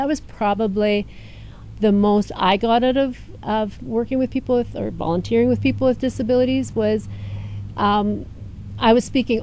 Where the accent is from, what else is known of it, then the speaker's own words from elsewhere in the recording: Schoenfeld, Manitoba, Canada; I grew up in Schoenfeld, actually.